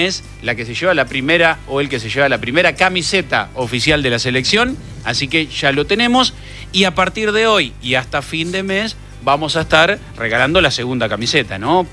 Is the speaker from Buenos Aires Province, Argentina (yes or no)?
no; Las Toscas, Santa Fe, Argentina; moved away; yo voy a ir a mi pueblo, a Las Toscas